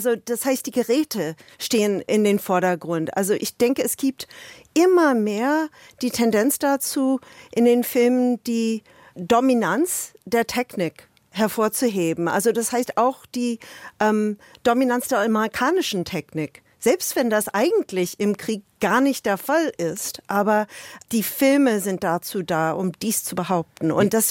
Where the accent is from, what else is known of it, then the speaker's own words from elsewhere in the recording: Canada; Ja, das stimmt. Also wir sind alle ein bisschen entsetzt.